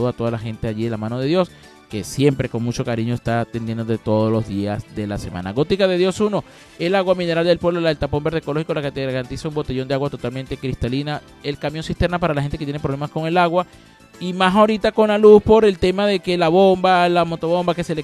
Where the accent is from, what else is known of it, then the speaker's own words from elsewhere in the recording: Venezuela; Como habitante, como venezolano